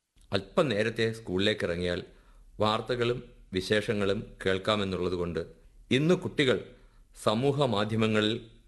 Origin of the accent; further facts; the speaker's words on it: Kollam, Kerala, India; കുരീപ്പുഴ എന്ന എൻ്റെ ഗ്രാമത്തെ